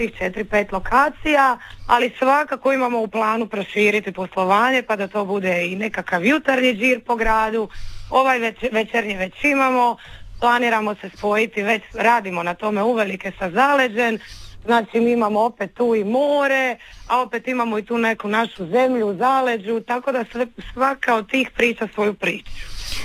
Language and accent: Croatian; Dalmatia, Croatia; mi smo Dalmatinci